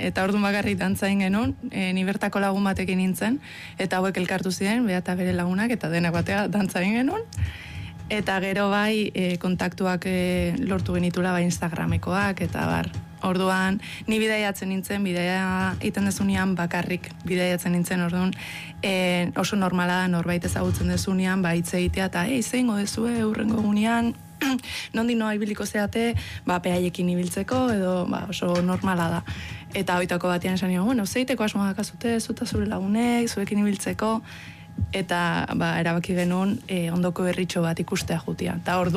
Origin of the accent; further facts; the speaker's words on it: Spain; esan nionean, ba, Espainiakoa naiz